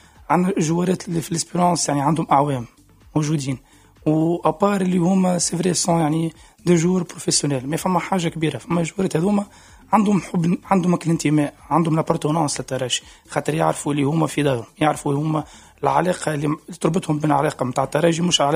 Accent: Tunisia; خاطر احنا عندنا في تونس العقلية متاع كل حاجة راه لازم ينزل المدرب

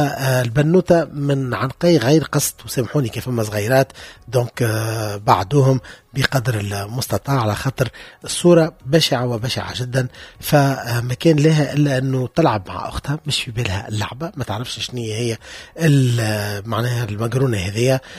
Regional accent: Tunisia; مثل هذه الكوارث تصير في بلادنا تونس.

